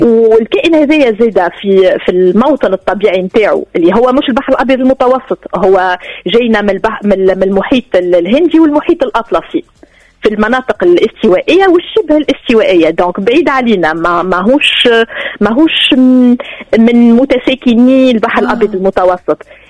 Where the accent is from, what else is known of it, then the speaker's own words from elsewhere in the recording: Tunisia; accent: Tunisian; بلهجتنا التونسية